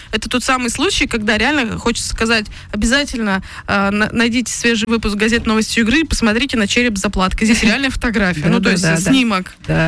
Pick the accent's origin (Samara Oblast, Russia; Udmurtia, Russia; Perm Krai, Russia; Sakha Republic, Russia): Perm Krai, Russia; Я просто сама родом из Пермского края.